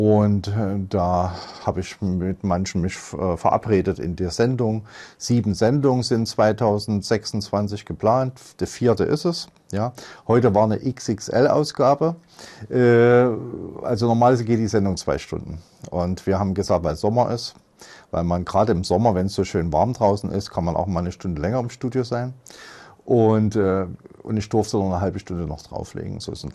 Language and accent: German; Leipzig, Saxony, Germany; born there; 1970 geboren in Leipzig, noch wohnhaft in Leipzig, und der seit 40 Jahren für die Musik lebt